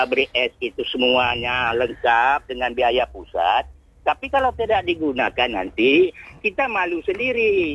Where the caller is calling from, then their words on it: Tanjung Pinang, Riau Islands, Indonesia; di Kota Tanjung Pinang ini lautnya kecil, nelayannya sedikit.